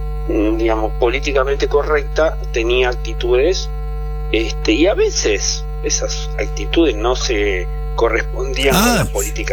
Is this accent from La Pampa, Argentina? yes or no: no; Avellaneda, Buenos Aires Province, Argentina; Yo soy nacido, criado, soy de Racing y vivo en Avellaneda. Todo Avellaneda.